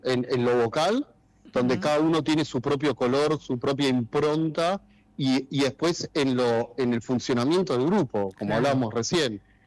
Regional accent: Argentina; somos argentinos

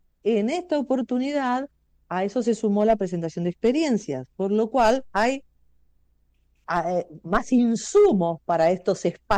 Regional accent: Argentina

